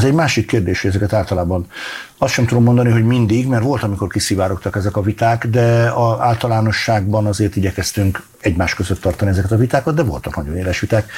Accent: Veszprém, Veszprém County, Hungary; szülővárosom révén a Pannon Egyetem vagyona gyarapodott.

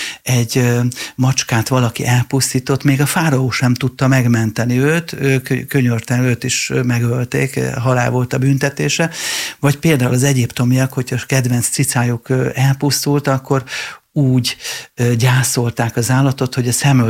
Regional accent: Budapest, Hungary; én zuglói gyerek vagyok.

